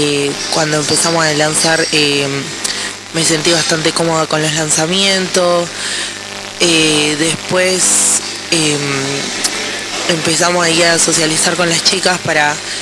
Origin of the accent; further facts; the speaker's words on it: Exaltación de la Cruz, Buenos Aires Province, Argentina; Cuando empecé a lanzar, bueno, espera, yo igual soy de Exaltación de la Cruz de los Cardales.